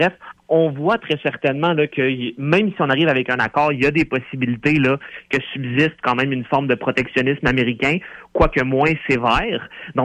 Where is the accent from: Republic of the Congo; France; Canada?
Canada; Quebec; en tant que Québécois